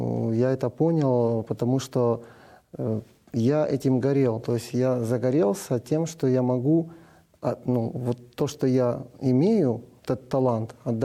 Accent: Dnipro, Dnipropetrovsk Oblast, Ukraine; когда меня перевели в хор молодежный в городе Днепропетровске, откуда я родом, я был самый практически старший.

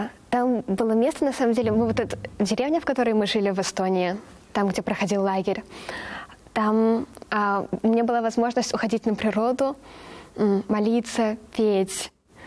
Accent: Mexico; Russian is a second language; мы такие девушки из Мексики очень много ныли.

